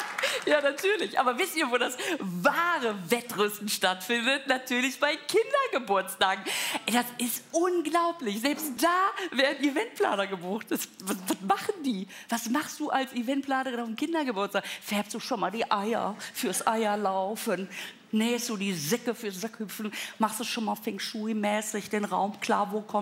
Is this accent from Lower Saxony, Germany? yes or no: no; Münster, North Rhine-Westphalia, Germany; Ich komme aus Münster